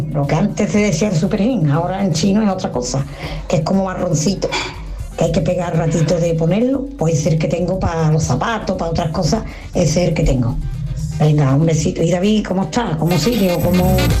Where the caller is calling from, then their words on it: Utrera, Andalusia, Spain; de Utrera